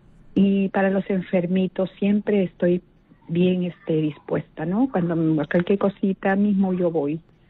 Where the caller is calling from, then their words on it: Lima, Peru; en la iglesia donde yo estoy, acá en el Agustino